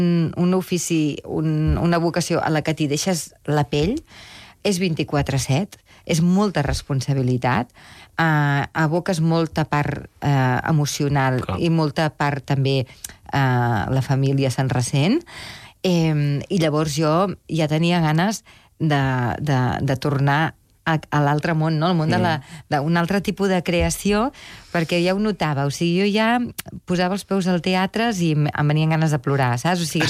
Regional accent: Catalonia, Spain; A veure, el primer que vaig fer van ser els Pastorets, com a bona catalana.

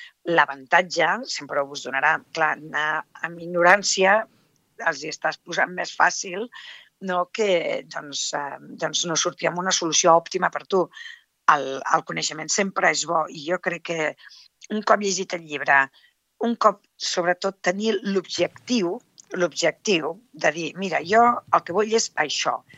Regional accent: Tarragona, Catalonia, Spain; also born or lived in Morella; Jo soc de Tarragona, meitat de Tarragona, meitat de Morella

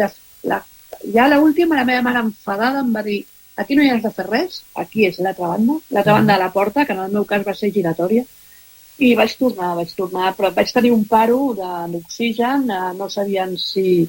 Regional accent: Barcelona, Catalonia, Spain

